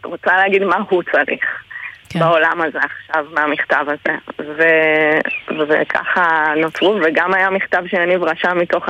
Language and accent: Hebrew; Ein Gedi, Southern District, Israel; גדלתי בעין גדי ויצאתי וחזרתי תנועה כזאת טבעית של פריפריה, חזרתי לקיבוץ